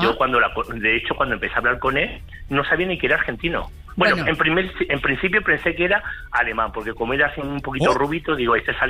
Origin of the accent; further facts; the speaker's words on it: Andalusia, Spain; yo soy de Andalucía